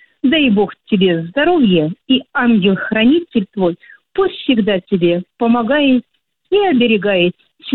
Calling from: Kursk, Kursk Oblast, Russia; Мы из Курска.

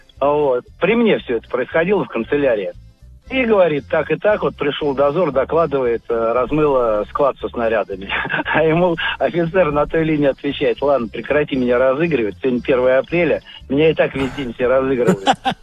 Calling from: Moscow, Russia; Я звоню из Москвы.

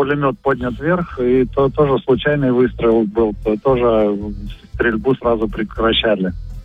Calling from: Kaluga, Kaluga Oblast, Russia

